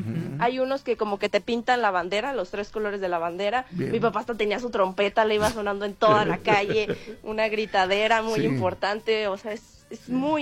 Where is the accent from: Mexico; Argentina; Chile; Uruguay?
Mexico; acá, como mexicano